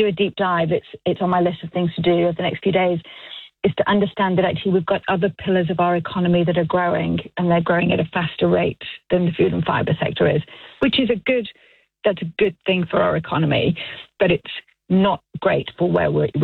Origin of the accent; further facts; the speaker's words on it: Manchester, North West England, United Kingdom; now in New Zealand; I am. I am from Manchester.